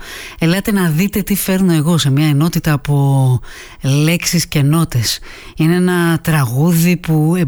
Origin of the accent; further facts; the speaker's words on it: Buenos Aires, Argentina; Είναι αυτό που έμαθα στις γειτονιές μου στο Buenos Aires, από εκεί που μεγάλωσα.